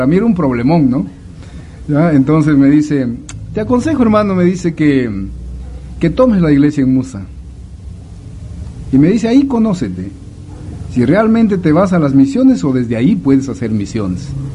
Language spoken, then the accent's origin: Spanish; Cajamarca, Peru; moved away; Cajamarca es un departamento de Perú, al norte. Y yo soy cajamarquino.